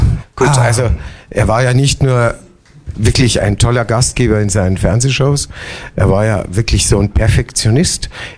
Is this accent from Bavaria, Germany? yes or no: yes; Munich, Bavaria, Germany; also born or lived in Obersendling, Munich; Ich bin geboren in Obersendling und bin dann aufgewachsen in Schwabing. Wir haben erst in der Theresienstraße gewohnt, dann in der Giselastraße.